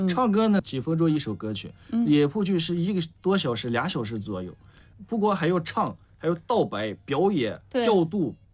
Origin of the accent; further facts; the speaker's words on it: Shaanxi, China; 我不仅能讲述了咱们家乡的故事， 对， 也传播了陕北文化